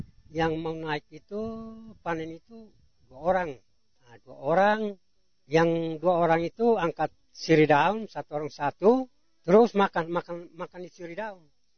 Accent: East Nusa Tenggara, Indonesia; Kami orang Kemak, kami punya tradisi. Tradisi dari nenek moyang, kaitan untuk kami panen madu, itu dari kami Kemak dari suku Lakobun.

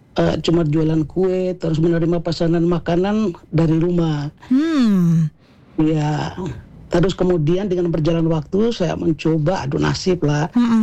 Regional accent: East Nusa Tenggara, Indonesia; also born or lived in Ende; Saya lahir besar di Moni, bapak saya orang ND, mama saya orang Moni.

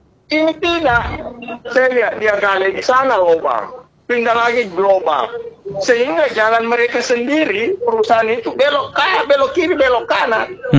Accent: Bone, South Sulawesi, Indonesia; born there; now in Palu, Indonesia; Saya kan lahir di Bon. Dukung Sulawesi Selatan.

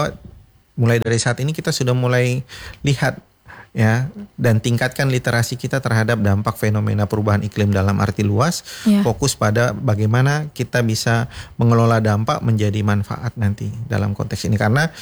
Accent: West Nusa Tenggara, Indonesia; termasuk saya sendiri juga sebagai warga NTB

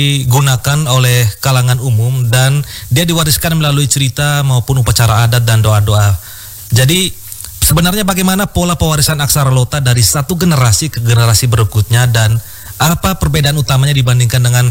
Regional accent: Ende, East Nusa Tenggara, Indonesia; identitas khas kita orang Ende

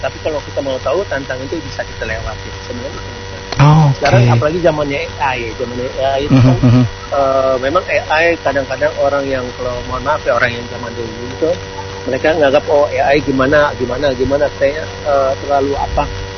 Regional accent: Manado, North Sulawesi, Indonesia; Iya, betul. Kita dari Manado.

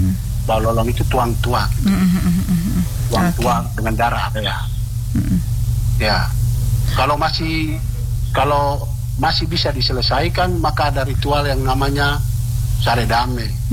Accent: Lembata, East Nusa Tenggara, Indonesia; bagi kami orang Lembata, yang setiap tahun kami rutin melaksanakan budaya pesta kacang atau misalnya penangkapan ikan paus atau nale

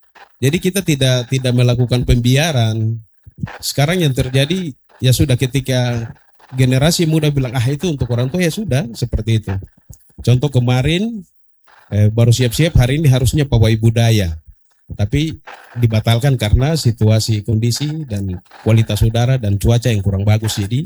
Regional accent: Papua, Indonesia; berarti aku Papua.

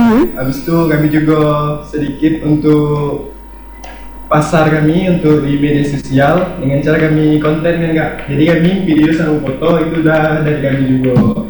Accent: Danau Teluk, Jambi, Indonesia; kami ingin memperkenalkan kampung halaman kami itu di Danau Teluk itu.

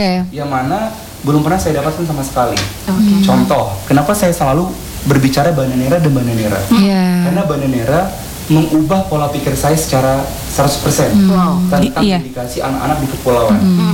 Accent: Sumatra, Indonesia; Yang mana saya berasal dari suku Melayu. Ayah dan ibu saya asli Melayu.

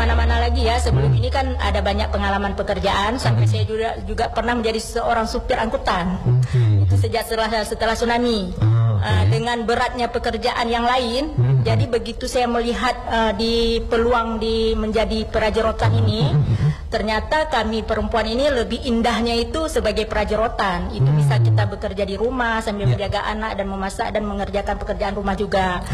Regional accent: Aceh, Indonesia

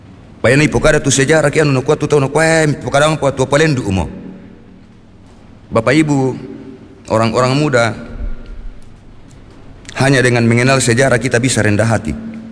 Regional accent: South Sulawesi, Indonesia; Tu kita sebagai orang Toraja.

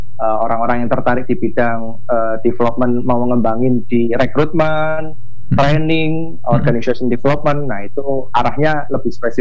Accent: Pasuruan, East Java, Indonesia; saya kebetulan dulunya itu di Pasuruan, Mas Ili. Jadi teman-teman dari Pasuruan itu tanya-tanya gitu

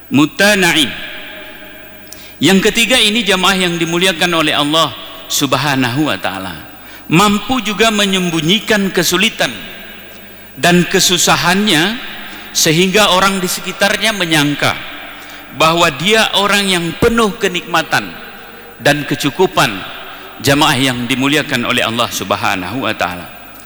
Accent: Aceh, Indonesia; Dan itu ada pada kita orang Gayu, orang yang ada di Aceh Tengah ini

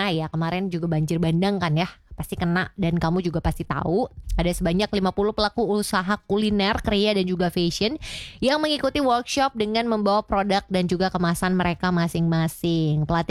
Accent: Medan, North Sumatra, Indonesia; Aku darah Sumatera, teman Pro 2, asli. Nggak kaleng-kaleng, aku juga darah Sumatera, walaupun bukan Sumatera Barat, aku Sumatera Utara, teman Pro 2. Aku anak Medan banget nih.

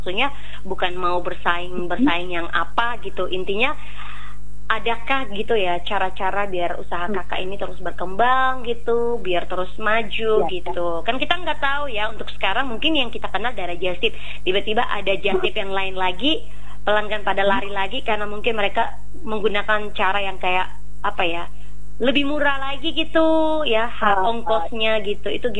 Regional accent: East Nusa Tenggara, Indonesia; now in Java, Indonesia; kita kan orang NTT, kita di Jawa

